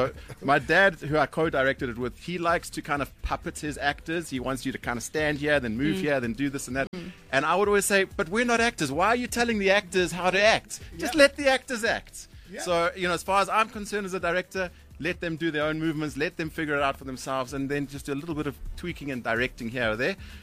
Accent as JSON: {"language": "English", "town": "Johannesburg", "region": "Gauteng", "country": "South Africa", "said": "I'm just from Joburg. I love Joburg."}